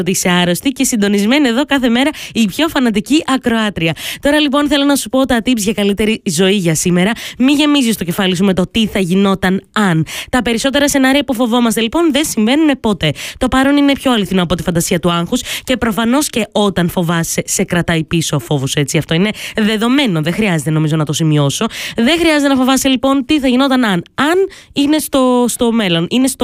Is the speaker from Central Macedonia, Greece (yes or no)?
yes; Serres, Central Macedonia, Greece; moved away; εκεί στις Σέρες, στον τόπο μου